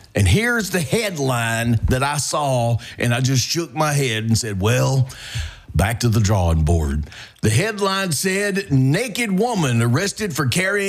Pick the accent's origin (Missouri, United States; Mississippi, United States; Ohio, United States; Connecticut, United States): Mississippi, United States; I grew up in Jones County. I love Jones County.